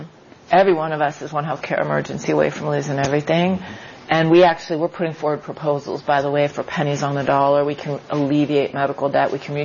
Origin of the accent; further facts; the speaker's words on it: Youngstown, Ohio, United States; I am an Ohio girl through and through. I grew up in Youngstown, Ohio, and my grandfather came here, like a lot of folks from Europe, to escape persecution, ended up in Youngstown in the steel mills.